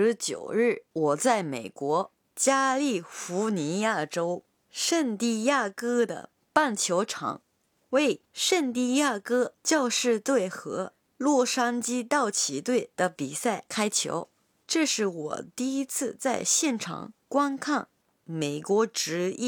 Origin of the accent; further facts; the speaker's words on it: Yamaguchi, Japan; Chinese is a second language; 我的故乡山口也有不少美景，有些景色我从小就特别熟悉，